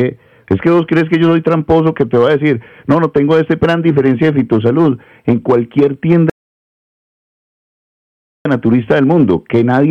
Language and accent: Spanish; Antioquia, Colombia; born there; Mayo a Prado Centro, donde yo nací, en la cuadra donde yo nací